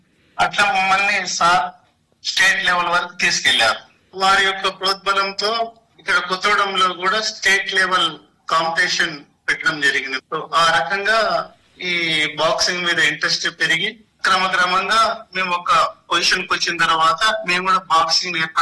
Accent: Rudrampur, Telangana, India; born there; Seven clan లో పుట్టాను madam. Rudrampur seven clan లో.

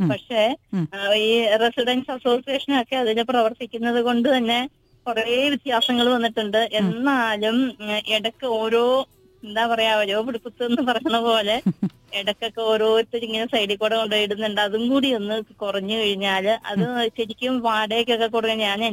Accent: Murickassery, Kerala, India; born there; now in Ernakulam, India

